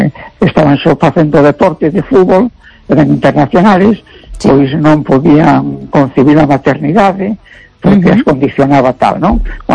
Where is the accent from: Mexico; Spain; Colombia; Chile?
Spain; Ferrol, Galicia; born there